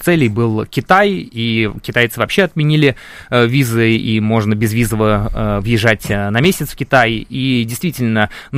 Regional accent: Russia; это Беларусь, поскольку я из России

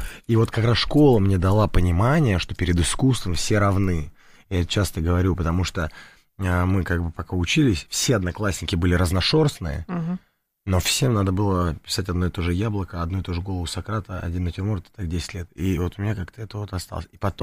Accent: Moscow, Russia; Мы сами родились в Москве, на Бабушкинской.

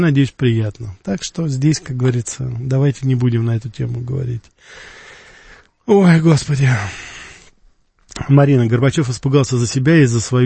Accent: Russia; Я это прекрасно помню, когда я из России, потому что я родился и вырос все-таки здесь, я ездил к родственникам в Грузию и в Армению.

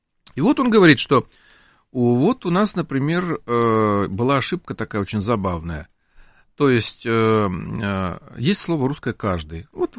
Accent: Ukraine; Лично я наблюдал это у себя на родине, на Украине.

